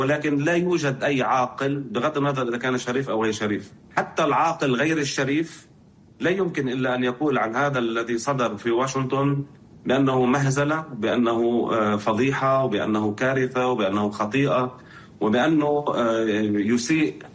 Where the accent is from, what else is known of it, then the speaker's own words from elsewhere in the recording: Lebanon; وأكيد أنا كلبناني